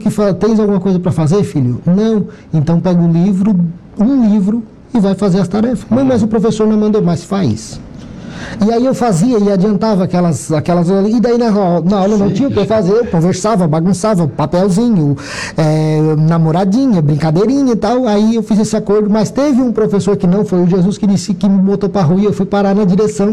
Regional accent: Criciúma, Santa Catarina, Brazil; also born or lived in Içara / Balneário Rincão; eu sou natural, né, de Criciúma. Eu nasci e fui adotado.

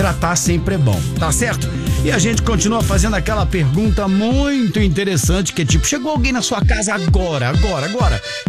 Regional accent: Rio de Janeiro, Brazil; eu sou carioca

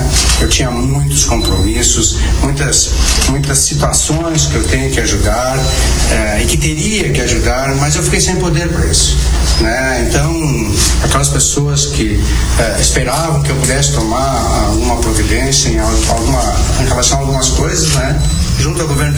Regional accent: Rio Grande do Sul, Brazil; now in Venâncio Aires, Brazil; e não quero fugir da responsabilidade como brasileiro, como gaúcho

